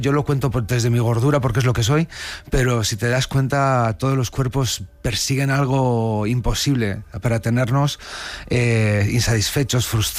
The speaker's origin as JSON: {"language": "Spanish", "town": "Valladolid", "region": "Castile and León", "country": "Spain", "said": "Yo soy de pueblo, soy de Valladolid y el folclore también lo tengo muy arraigado"}